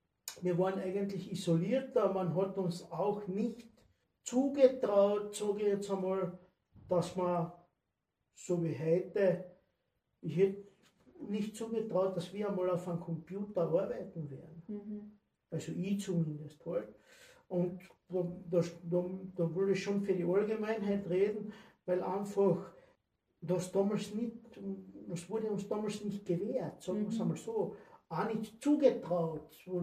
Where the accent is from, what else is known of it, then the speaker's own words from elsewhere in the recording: Austria; born there; gebürtiger Österreicher. Ich bin geboren 1976